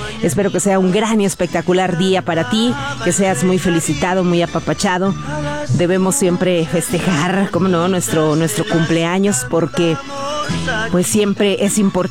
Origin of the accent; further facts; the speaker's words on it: Mexico; nosotros como mexicanos